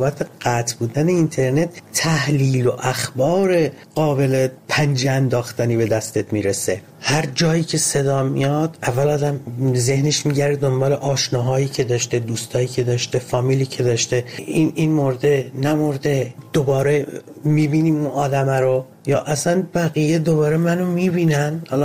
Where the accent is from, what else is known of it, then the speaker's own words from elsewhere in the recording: Ahvaz, Khuzestan, Iran; من کودکیم توی جنگ گذروندم، اهواز، و در تمام طول 8 سال جنگ من با این سیر افزایشی بمباران‌ها بزرگ می‌شدم.